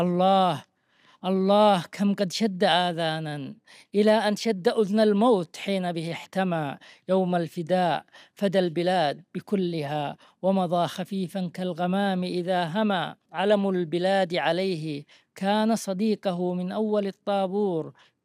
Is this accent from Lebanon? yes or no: no; Yemen; أسكن في قريتي التي ولدت فيها على جبل يطل على تهامة وعلى البحر